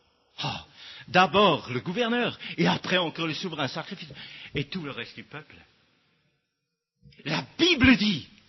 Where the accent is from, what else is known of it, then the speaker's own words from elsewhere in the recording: Switzerland; je suis suisse